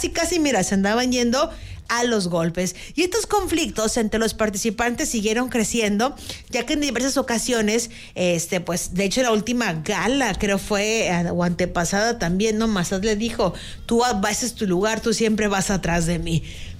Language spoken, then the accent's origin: Spanish; Mexico; para nosotros como mexicanos